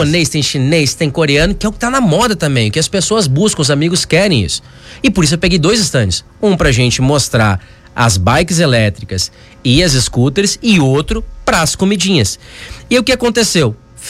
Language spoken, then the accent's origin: Portuguese; Farroupilha, Rio Grande do Sul, Brazil; E a gente é de Farroupilha, a Haldei é de Farroupilha, importante isso. Não é um forasteiro que tá vindo de outra cidade para se aproveitar de um evento, não é isso. Somos de Farroupilha.